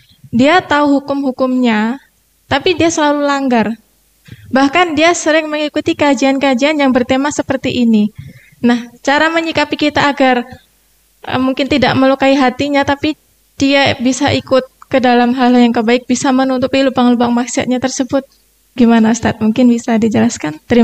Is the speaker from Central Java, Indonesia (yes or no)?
yes; Sukoharjo, Central Java, Indonesia; saya berasal dari Sonorejo, Sukoharjo.